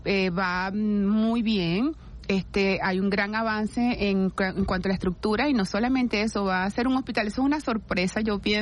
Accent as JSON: {"language": "Spanish", "country": "Venezuela", "said": "nosotros mismos como disciplina, como venezolanos"}